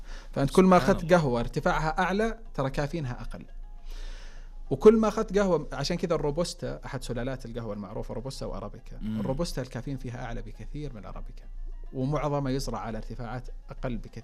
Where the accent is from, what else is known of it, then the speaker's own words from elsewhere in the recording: Saudi Arabia; نستهلكه كسعوديين